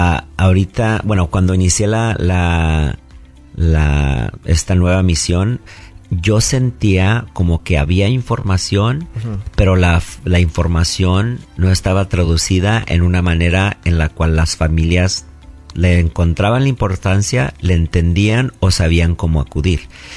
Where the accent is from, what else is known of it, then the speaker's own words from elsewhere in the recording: Mexico; Acuérdate que venimos de un país hermoso, como yo soy mexicano, donde sobrevivir es muy importante.